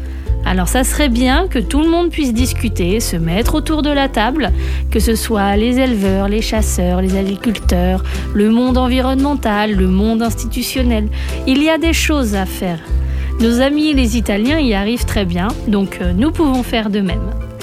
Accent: Normandy, France

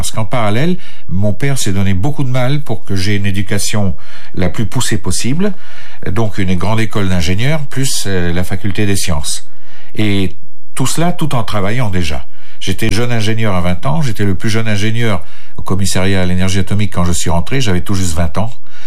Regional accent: Île-de-France, France; Je suis né en France, mais ce qu'on appelle né en exil. Bon, c'est peut-être un peu pompeux, mais en exil, ça veut dire que mon père, ainsi que ma mère, faisaient partie d'une communauté de réfugiés politiques, de gens chassés pour des raisons aussi politiques

